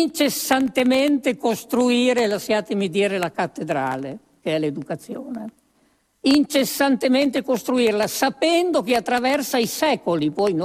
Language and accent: Italian; Emilia-Romagna, Italy; un po' delle mie parti, là dell'Emilia Romagna